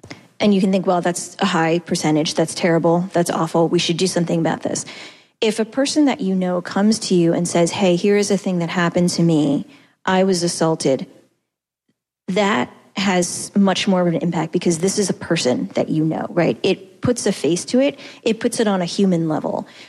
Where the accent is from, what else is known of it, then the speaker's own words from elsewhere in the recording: Boston, Massachusetts, United States; I come from Boston, and even in Boston and around Massachusetts, book bans are an issue.